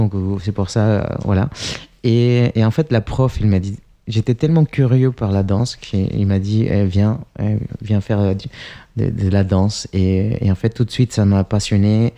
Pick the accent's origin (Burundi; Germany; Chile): Chile; French is a second language; now in France; Oui, c'est vrai que moi, je suis étranger, donc effectivement, j'ai pu voir ça. Je viens du Chili.